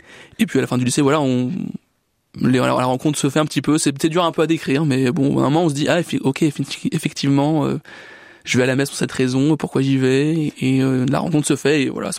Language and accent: French; Paris, Île-de-France, France; moved away as an adult; now in Orléans, France; moi je suis un Parisien pur jus. Je suis né à Paris et j'y ai passé quasiment toute ma vie, justement avant de venir à Orléans.